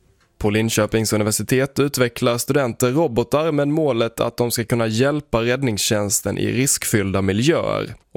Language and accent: Swedish; Blekinge, Sweden; mitt hemlän Blekinge